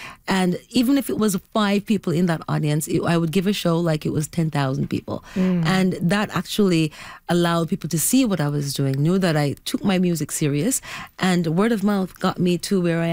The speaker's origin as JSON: {"language": "English", "country": "Jamaica", "tie": "born or raised there", "said": "Well, I was raised in Jamaica by my grandparents, who were strict Christians."}